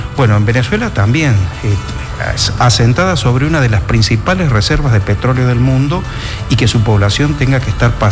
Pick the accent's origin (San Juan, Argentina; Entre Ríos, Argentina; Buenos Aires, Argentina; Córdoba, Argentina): Córdoba, Argentina; now in Chaco, Argentina; Yo soy nacido en Córdoba, pero a esta altura, siempre lo digo, tengo más de Chaco que de mi patria chica.